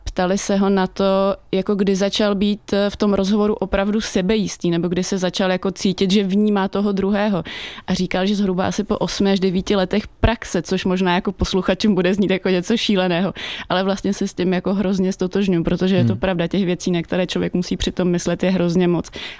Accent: Slušovice, Zlín Region, Czechia; moved away; Jestli jsem jim říkala, že jsem ze Slušovic

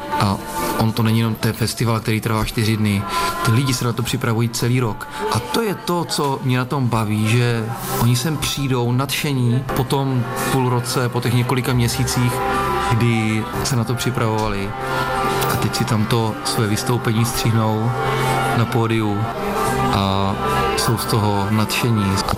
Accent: Svatobořice, South Moravian Region, Czechia; jsem ze Svatobořic

